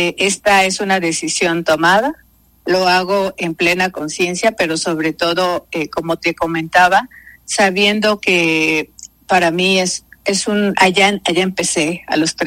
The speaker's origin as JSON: {"language": "Spanish", "town": "Chilpancingo", "region": "Guerrero", "country": "Mexico", "tie": "born or raised there", "also_born_or_lived": "Mexico City", "moved": "as an adult", "said": "yo soy nacida en Chilpancingo, Guerrero. Allá estudié toda mi escolaridad y todo fue en escuela pública. Entonces, pues conozco perfectamente mi estado, conozco muy bien lo que se vive"}